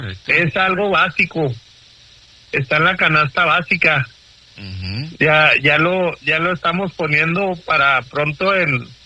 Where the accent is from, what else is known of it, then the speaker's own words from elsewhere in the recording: Mexico; A nosotros, como buenos mexicanos